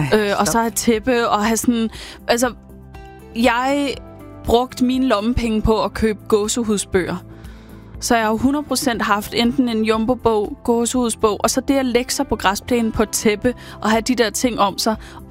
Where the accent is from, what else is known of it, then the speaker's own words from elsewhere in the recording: Hellerup, Capital Region of Denmark, Denmark; Vi er i mit barndomshjem i Hellerup.